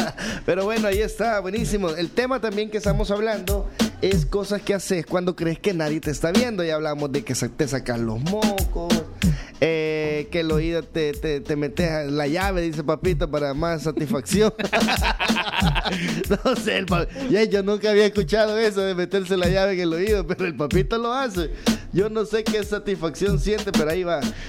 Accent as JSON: {"language": "Spanish", "country": "El Salvador", "said": "si somos salvadoreños, eso nadie lo va a quitar."}